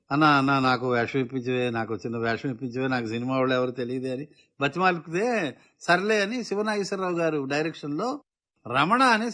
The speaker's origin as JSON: {"language": "Telugu", "town": "Berhampur", "region": "Odisha", "country": "India", "tie": "born or raised there", "also_born_or_lived": "Andhra Pradesh / Vizianagaram", "moved": "as an adult", "lives_now": "Hyderabad, India", "said": "నేను తెలంగాణ వాడినా, 40 ఏళ్ల పై చిలుపు నేను తెలంగాణలో ఉన్నాను. పుట్టాను ఆంధ్రాలో, పెరిగింది ఒరిస్సాలో, నేను ఎక్కడ వాడినని. నేను భారతీయుడిని."}